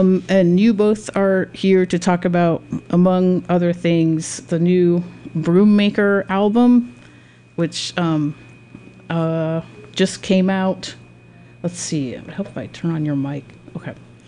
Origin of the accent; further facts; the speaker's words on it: Cincinnati, Ohio, United States; moved away; I'm from Cincinnati